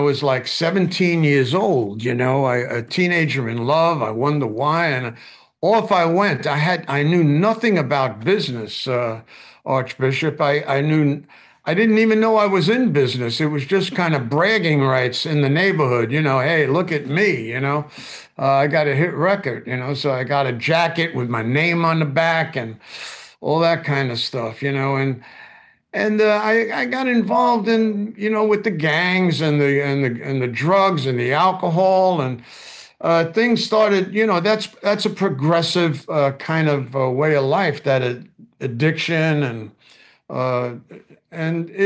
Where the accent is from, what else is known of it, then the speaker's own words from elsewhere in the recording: New York City, New York, United States; I grew up in the Bronx.